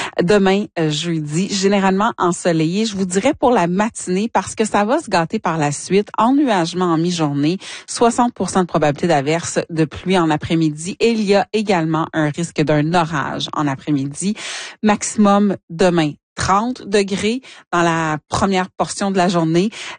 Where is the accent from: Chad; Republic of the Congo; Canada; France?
Canada; Ontario; Et je termine ma tournée, pourquoi pas, avec ma région natale. Allons-y avec Hearst Kapuskasing, Cochrane Smooth Rock Falls, donc le corridor de la route 11.